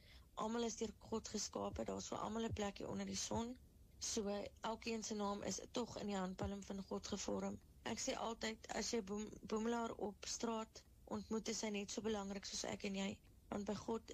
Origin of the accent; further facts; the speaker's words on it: Springbok, Northern Cape, South Africa; Ek het maar in Springbok groot geword.